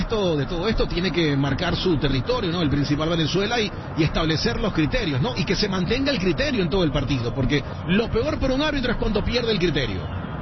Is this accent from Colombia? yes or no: no; Venezuela; Aquí yo soy venezolano, mi querido Iker.